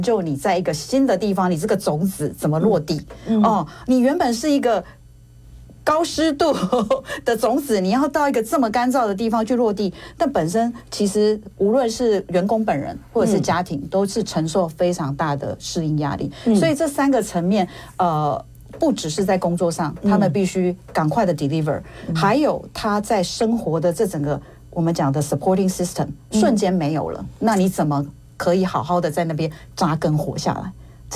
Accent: Taiwan; moved away as an adult; now in Phoenix, United States; 我应该要把我新移民受过的苦，我希望未来我的台湾同胞过来不要受这样的苦。

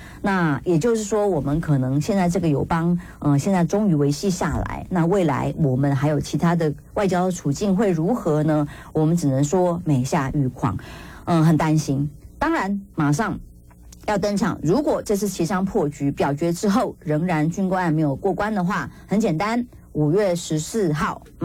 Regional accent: Taiwan

